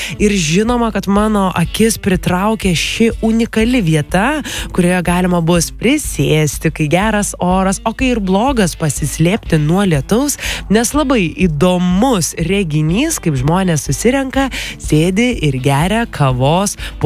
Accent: Vilnius, Vilnius County, Lithuania; esu pati vilnietė, Vilnius

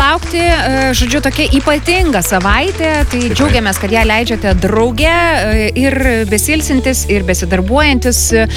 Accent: Šilutė, Klaipėda County, Lithuania; Mano kraštietis, tiesa, jis iš Rusnės, aš iš Šilutės, bet vis tiek esam kaimynai

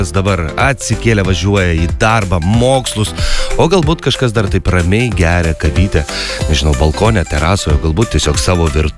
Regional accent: Vilnius, Vilnius County, Lithuania; Matai, kadangi esu vilnietis, tai užlipo ant Gedimino kalno ir kaip geležinis vilkas.

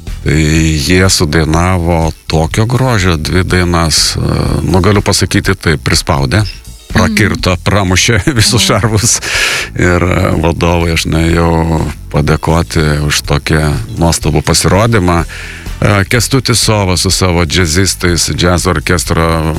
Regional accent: Klaipėda, Klaipėda County, Lithuania; tai, ką mes klaipėdiečiai pamatysim kitų metų rudenį

